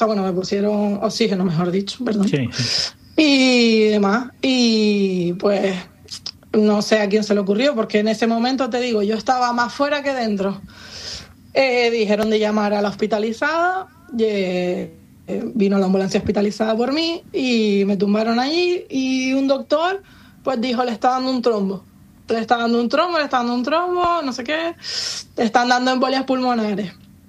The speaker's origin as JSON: {"language": "Spanish", "region": "Canary Islands", "country": "Spain", "said": "Yo soy de Lanzarote"}